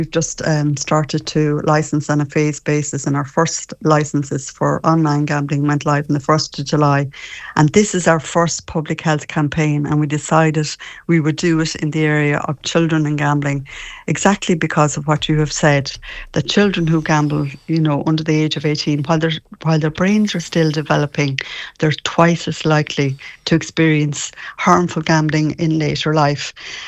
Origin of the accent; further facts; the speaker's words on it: Connacht, Ireland; Yeah, I'm from just outside Tourin, a little village called Shamwala, so it's such a pleasure to be on this morning.